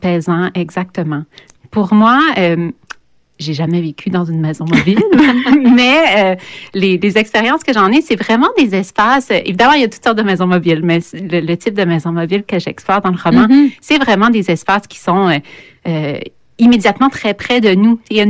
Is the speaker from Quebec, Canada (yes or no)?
no; Campbellton, New Brunswick, Canada; j'ai une de mes amies d'enfance, là où j'ai grandi à Campbellton